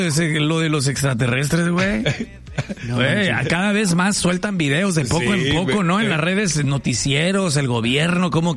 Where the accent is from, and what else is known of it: Mexico